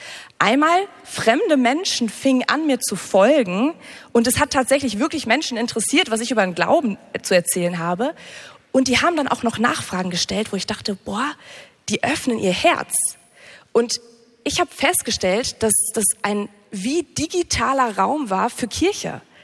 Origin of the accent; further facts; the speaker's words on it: North Rhine-Westphalia, Germany; Okay, ich merke schon, wir sind ja gerade in Bayern. Eigentlich komme ich aber aus NRW.